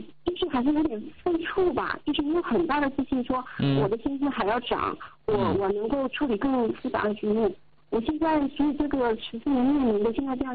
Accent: Jilin, China; 是啊，我是吉林人。

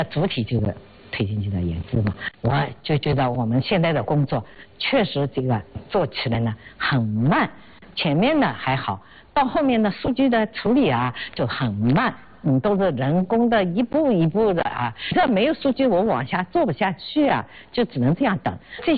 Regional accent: China; 我们中国人真的站起来了

